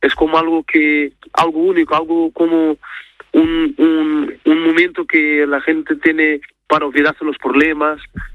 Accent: Portugal; born there; Spanish is a second language; Yo nací en Portugal, pero mi familia toda es de Cabo Verde. Y siempre ha estado ligado con la cultura caboverdiana, tanto con la música, la comida y todo.

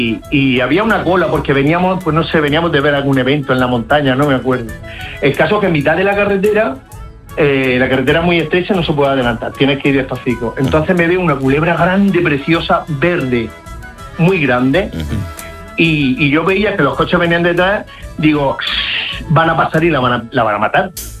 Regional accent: Murcia, Region of Murcia, Spain; Yo soy de Murcia, y los de Murcia nos vamos a veranear o a la playa, a pasar calor como perros, o nos vamos a la montaña que por la noche se refresca.

